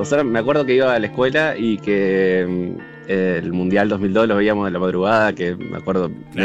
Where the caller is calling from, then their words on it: Paraná, Entre Ríos, Argentina; Vivo en Paraná.